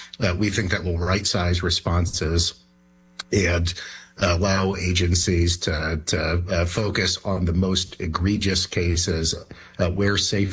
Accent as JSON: {"language": "English", "region": "Idaho", "country": "United States", "said": "I'm from Idaho as well, so we're neighbors, Glenn."}